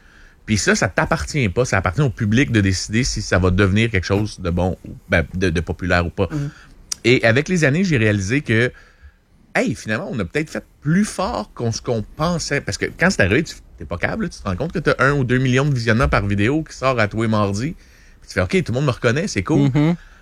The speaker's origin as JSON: {"language": "French", "town": "Repentigny", "region": "Quebec", "country": "Canada", "said": "Tu sais, j'étais de Repentigny à l'époque. Mais je suis encore de là, mais j'habite plus là."}